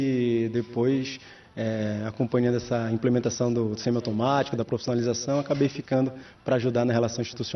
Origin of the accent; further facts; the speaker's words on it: Amapá, Brazil; Sou do Amapá.